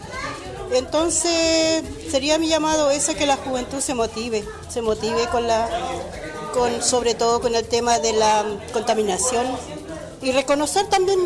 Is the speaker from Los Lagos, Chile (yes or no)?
yes; Chiloé, Los Lagos, Chile; A pesar que somos chilote, somos de Chiloé, se supone que somos gente cultural.